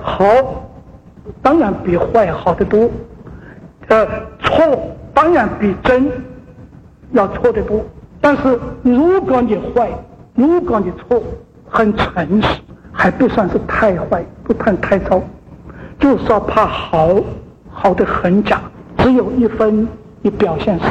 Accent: China; moved away; 在我的老家，在大陆上算是中上的家庭

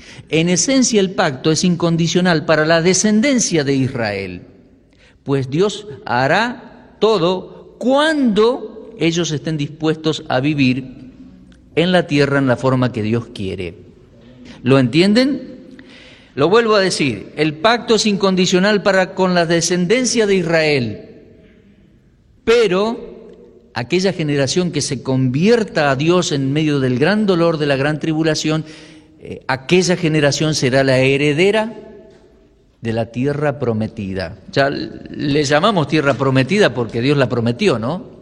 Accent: Argentina; nosotros como argentinos

